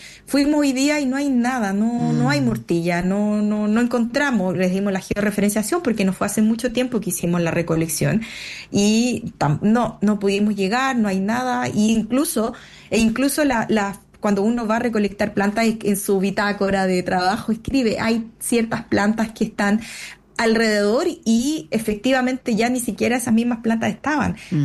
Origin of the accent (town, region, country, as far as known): Chile